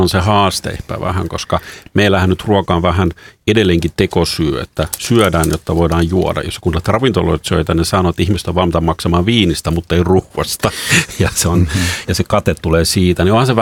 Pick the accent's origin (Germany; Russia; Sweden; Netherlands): Germany; now in Finland; mähän olen syntynyt ja asunut Saksassa pitkään. Että mä olen tavallaan se, että keski-eurooppalaisen kulttuurin kasvatti.